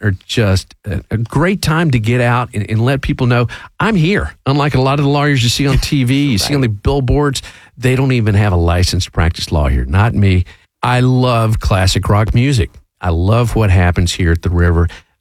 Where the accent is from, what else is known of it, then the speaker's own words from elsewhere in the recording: Alabama, United States; growing up in Alabama